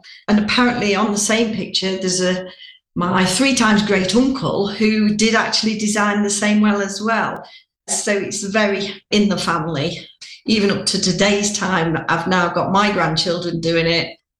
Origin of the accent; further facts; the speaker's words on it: Tissington, East Midlands, United Kingdom; Well, I was brought up in Tissington, and as a kid, you just go in and dabble in a bit and doing a bit.